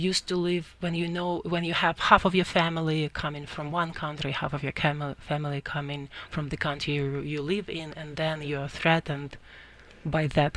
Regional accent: Ukraine; English is a second language; We are refugees from Ukraine. We were in occupied territory for quite some time.

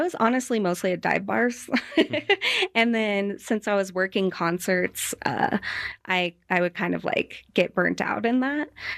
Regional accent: Estes Park, Colorado, United States; also born or lived in Loveland / Arvada / Chicago; now in Denver, United States; I grew up in Estes Park. I spent my childhood out there. And then I was in Loveland, Arvada, kind of moved around. But I've been in Denver since 2009, off and on. I had a short stint in Chicago

